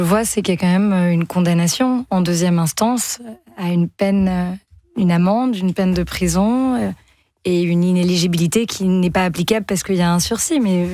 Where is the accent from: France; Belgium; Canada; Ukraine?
France